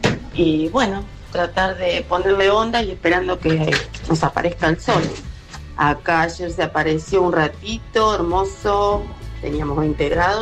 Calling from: Ciudadela, Buenos Aires Province, Argentina; de Ciudadela

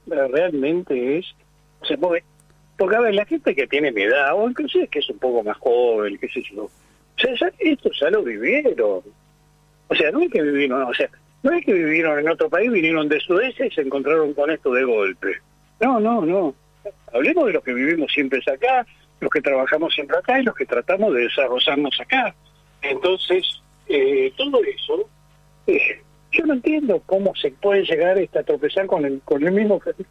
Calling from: Buenos Aires, Argentina; Yo vivo en José Martí y Falcón.

